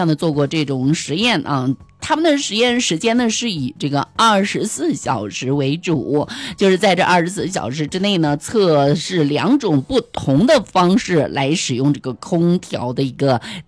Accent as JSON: {"language": "Chinese", "region": "Henan", "country": "China", "moved": "yes", "said": "我们河南那边真的天特别的热哈"}